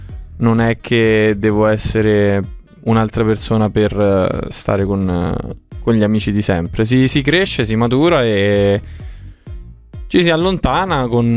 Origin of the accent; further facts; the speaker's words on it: Fiano Romano, Lazio, Italy; moved away; nel mio paesino a Roma, cioè a Fiano Romano